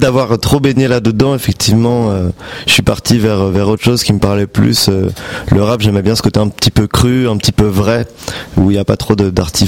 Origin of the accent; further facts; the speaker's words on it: Charenton-le-Pont, Île-de-France, France; born there; Je suis né à Charenton-le-Pont, à la clinique de Bercy, pour être précis.